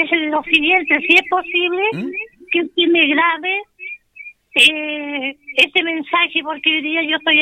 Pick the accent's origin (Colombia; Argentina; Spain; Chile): Chile; San Vicente de Tagua Tagua, O'Higgins; now in Santiago, Chile; yo nací aquí en San Vicente, me crié.